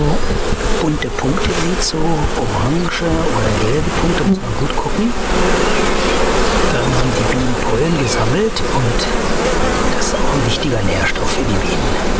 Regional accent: Saxony-Anhalt, Germany; Ich bin hier in der Altmark geboren und groß geworden.

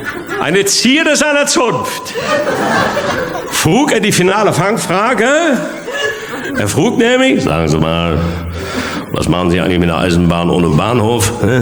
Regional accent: North Rhine-Westphalia, Germany; ich komme aus dem Ruhrgebiet und bei uns zu Hause fangen eigentlich alle Sätze mit also an.

